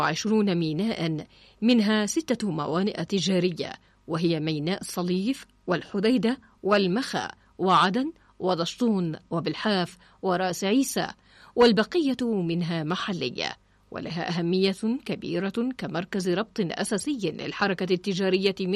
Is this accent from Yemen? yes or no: yes; Yemen